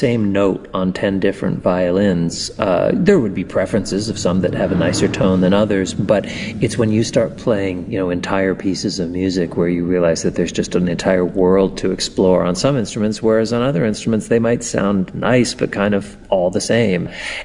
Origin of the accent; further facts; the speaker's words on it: Canada; So, but growing up in Canada, I'm also a hockey fan